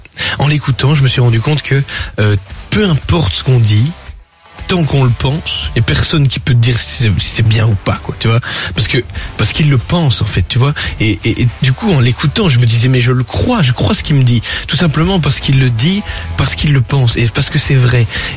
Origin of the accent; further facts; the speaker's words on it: Belgium; Quand je suis allé étudier la musique, la batterie, en Flandre, en Belgique, parce que je suis belge.